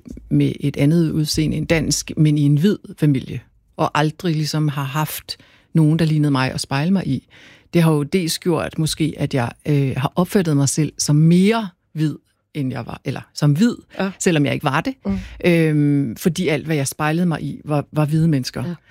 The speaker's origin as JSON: {"language": "Danish", "region": "Jutland", "country": "Denmark", "tie": "born or raised there", "said": "Ja, do. Fordi jeg voksede op i Jylland."}